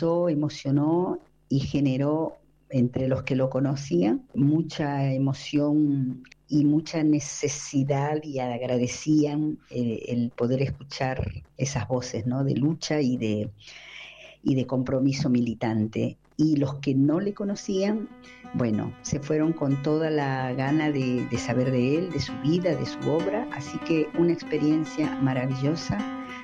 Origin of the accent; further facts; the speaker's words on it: El Salvador; now in Argentina; Soy actriz salvadoreña, vivo en Argentina hace poquito más de 50 años